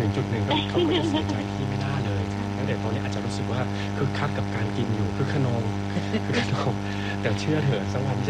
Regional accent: Isan, Thailand; เราพี่น้องชาวอีสานเนี่ยก็ถือได้ว่าอาหารอีสานเนาะก็มีลักษณะที่ค่อนข้างไม่ค่อยดีต่อไต

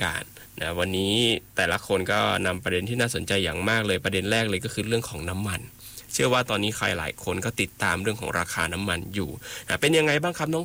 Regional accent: Isan, Thailand; moved away; คนที่อยู่อย่างเรามาจากภาคอีสาน

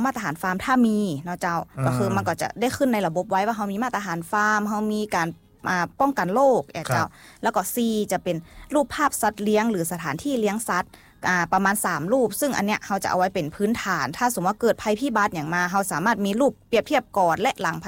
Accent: Ban Hong, Lamphun, Thailand; เป็นคนบ้านโฮงเจ้

